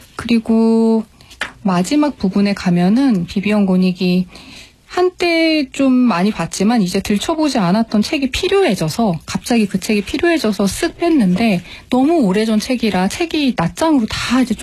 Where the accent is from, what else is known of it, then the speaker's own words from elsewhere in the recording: Donghae, Gangwon, South Korea; 근데 제가 10대 시절을 동해시에서 보냈거든요. 그래서 어린 시절에 살던 동네 근처 네.